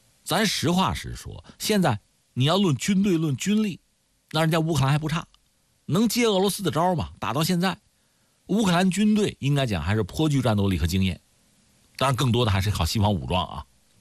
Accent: China; 我们中国人

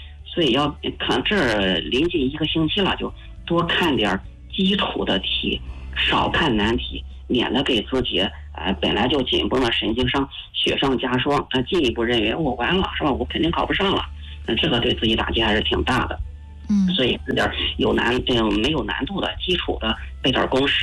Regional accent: China; 我中国人啊，有的时候有那个皮肤即可症，

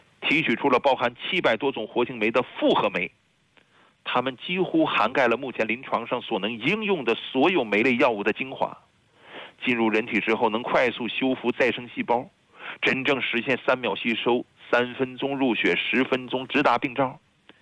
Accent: China; also born or lived in United States; 因为我是中国人，我是生在中国长在中国呀，啊，这片土地养育了我呀

